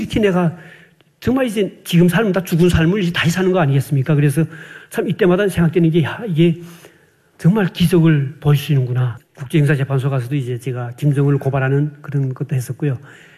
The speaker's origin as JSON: {"language": "Korean", "country": "North Korea", "tie": "born or raised there", "moved": "as an adult", "lives_now": "Seoul, South Korea", "said": "나의 북한에서 대학을 공부시키고"}